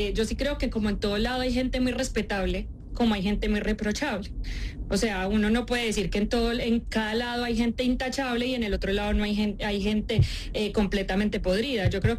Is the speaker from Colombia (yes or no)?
yes; Colombia; Yo creo que ese plano ya lo vivimos como colombianos.